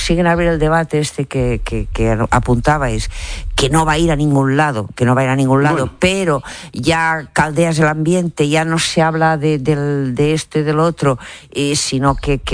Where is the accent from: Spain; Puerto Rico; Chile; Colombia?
Spain; Catalonia; recuérdese que soy catalana